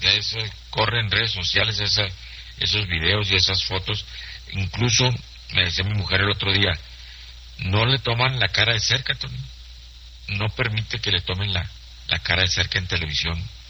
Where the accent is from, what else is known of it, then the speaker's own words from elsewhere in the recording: Chihuahua, Mexico; born there; Nací en Chihuahua.